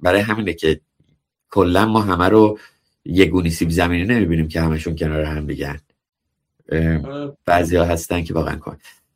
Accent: Iran; moved away; چون من 20 سال پیش از ایران اومدم بیرون

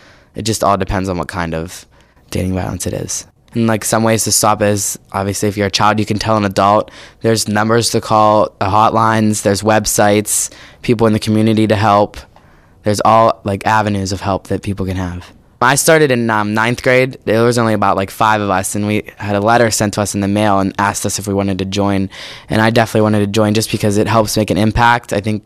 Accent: South Allegheny, Pennsylvania, United States; I'm from South Allegheny, and I'm in 11th grade.

